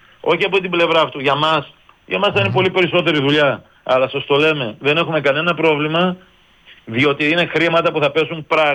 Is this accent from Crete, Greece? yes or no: no; Pontokomi, Western Macedonia, Greece; εγώ προσωπικά είμαι από λιγνητική περιοχή, κατάγομαι από την Ποντοκόμη Κοζάνη, με την κατάσταση και λοιπά, υπάρχει πιο λιγνητική.